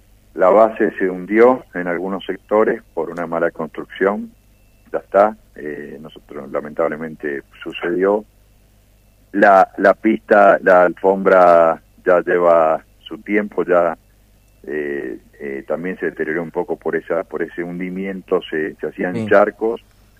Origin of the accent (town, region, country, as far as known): Mendoza, Argentina